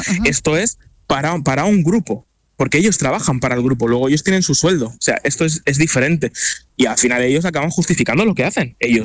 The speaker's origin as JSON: {"language": "Spanish", "town": "Madrid", "region": "Community of Madrid", "country": "Spain", "said": "yo que soy de Madrid"}